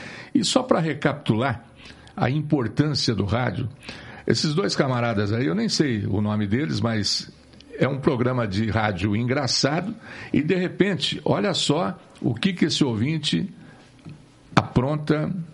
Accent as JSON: {"language": "Portuguese", "town": "Ribeirão Claro", "region": "Paraná", "country": "Brazil", "said": "eu sou caipira, de Ribeirão Claro, falo male male o português"}